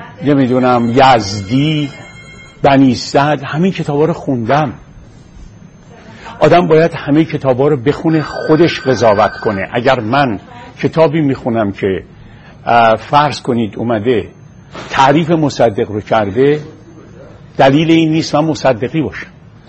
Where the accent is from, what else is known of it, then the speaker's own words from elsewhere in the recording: Iran; moved away; ما از وقتی از ایران اومدیم بیرون در خارج از کشور،